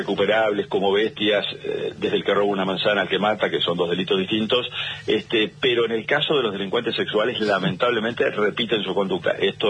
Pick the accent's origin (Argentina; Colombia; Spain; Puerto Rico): Argentina; nos merecemos como argentino un régimen penal juvenil